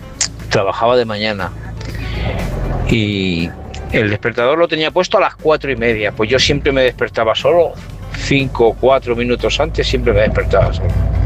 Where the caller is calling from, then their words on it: Salamanca, Castile and León, Spain; Buenas noches … de Salamanca.